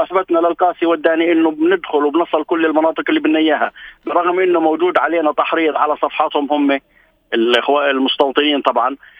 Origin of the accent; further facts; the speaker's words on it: Palestine; عندنا في فلسطين مناطق أحلى من 100 تركيا وأحلى من 100 دولة كمان